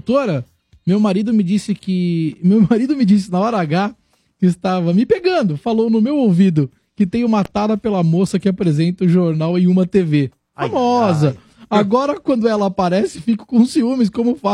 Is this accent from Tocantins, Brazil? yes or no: no; São Paulo, Brazil; sou de Pirituba.